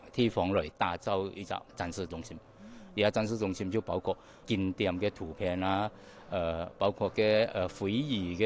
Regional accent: Malaysia; 啊，仲有我哋马来西亚人喜欢喜欢系一样东西，客家酿酒。

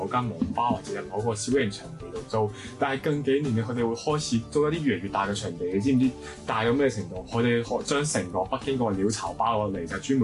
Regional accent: Macau; 澳門有一個碼頭嘅，因為我係澳門人啦，澳門有一個碼頭係外國碼頭嘅

